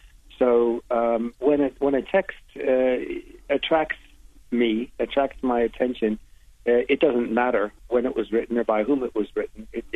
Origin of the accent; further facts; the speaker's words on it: United States; also born or lived in Poland; I am a Polish citizen, but I was born in America. That's where I grew up.